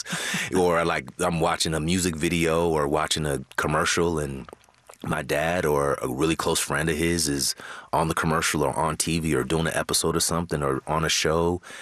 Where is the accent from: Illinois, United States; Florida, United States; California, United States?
California, United States; born or raised there